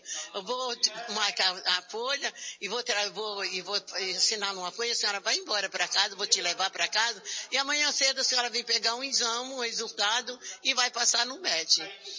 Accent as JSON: {"language": "Portuguese", "region": "São Paulo", "country": "Brazil", "said": "Eu sou do Imperador."}